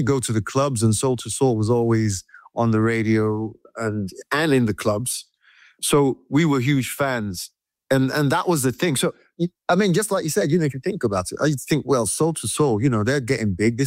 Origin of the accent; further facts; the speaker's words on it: Nigeria; moved away; growing up in Nigeria and being in a choir since I was a kid